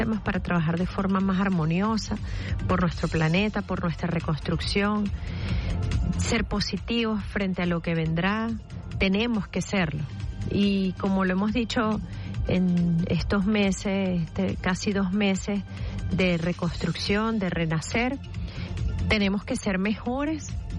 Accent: Venezuela

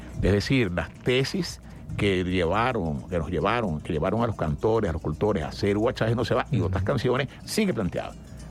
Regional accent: Venezuela; la lucha que tenemos como venezolanos

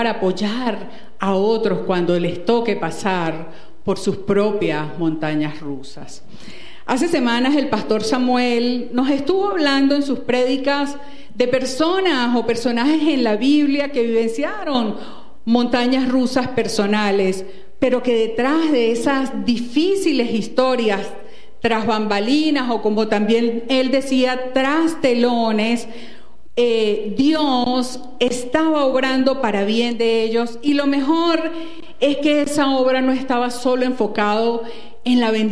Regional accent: Venezuela; nosotros nos estamos encontrando a cara nuevamente como buenos venezolanos, como hermanos

